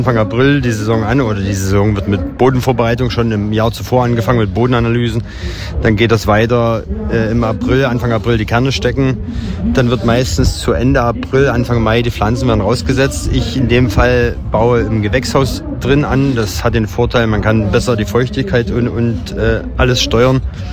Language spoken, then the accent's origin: German; Brandenburg, Germany; Ich komme aus Krustimich, das ist in Südbrandenburg an der Grenze zu Sachsen.